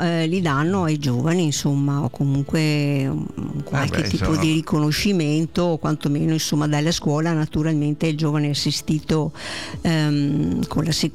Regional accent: Monticello Conte Otto, Veneto, Italy; Io sono di Monticello Conte 8

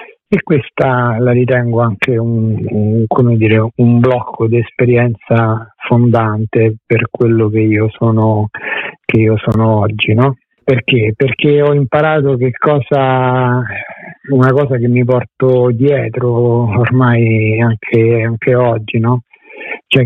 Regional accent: Rome, Lazio, Italy; moved away as an adult; also born or lived in Milan; now in Arquata del Tronto, Italy; Io sono nato e cresciuto a Roma

